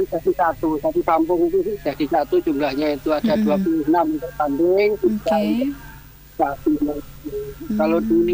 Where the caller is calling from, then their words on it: Indonesia; Kalau di tempat saya, di kampung saya, di Centong itu ada 26 kambing